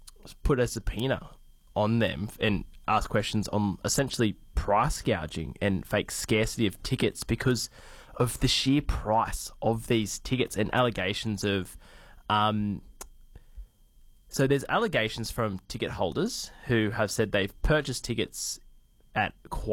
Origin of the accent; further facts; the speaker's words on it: Queensland, Australia; I'm like Queenslander, but it feels weird when you don't actually watch it.